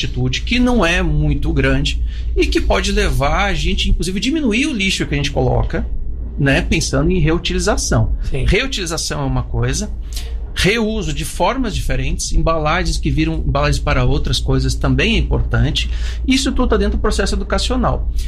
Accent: Rio Grande do Sul, Brazil; now in Goiânia, Brazil; aqui no Centro-Oeste, Goiânia, eu sou do Sul, sou do Rio Grande do Sul, né? Sim. Optei por vir para cá

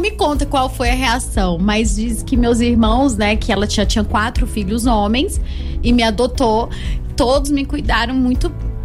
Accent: Catalão, Goiás, Brazil; born there; eu nasci em Catalão, mas a minha família de origem, ela é de Davinópolis.

